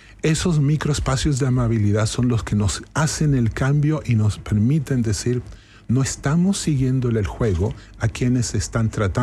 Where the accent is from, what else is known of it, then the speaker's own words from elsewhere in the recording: Arica, Arica y Parinacota, Chile; moved away; soy de Arica